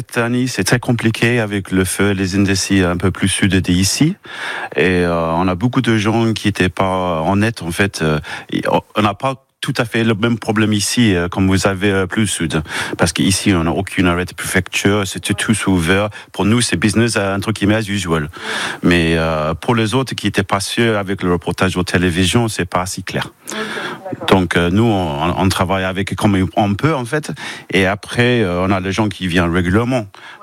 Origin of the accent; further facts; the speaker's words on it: Wales, United Kingdom; French is a second language; now in France; Enfin, en fait, je suis gallois en fait. Okay. Je viens de Pays de Galles, je suis là dans le coin depuis très longtemps.